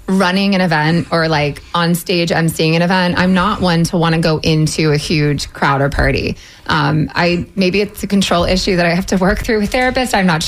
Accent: Maryland, United States; also born or lived in Philadelphia, United States; So I grew up in Maryland, but I lived outside of Philly for about a decade

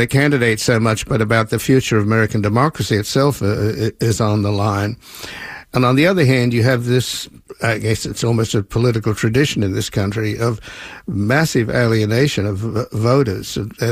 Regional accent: Australia; now in United States; since I come from Australia, I've always been astounded at the alienation.

